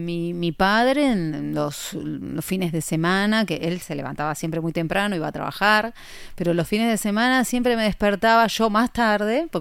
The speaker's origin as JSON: {"language": "Spanish", "region": "Buenos Aires", "country": "Argentina", "said": "Yo soy del barrio de Barracas, muy porteña."}